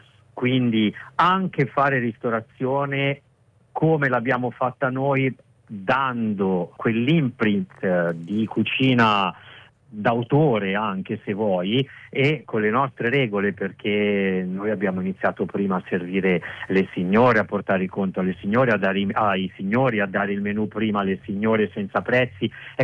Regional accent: Milan, Lombardy, Italy; born there; io sono nato a Milano

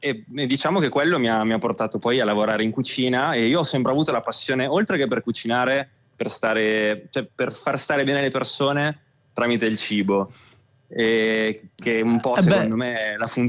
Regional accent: Piacenza, Emilia-Romagna, Italy; now in Milan, Italy; io non sono di Milano, sono di Piacenza

